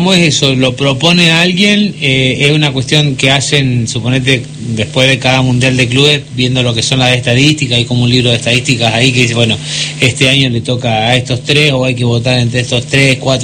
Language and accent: Spanish; Argentina; soy el primer argentino que lo logra y es a nivel mundial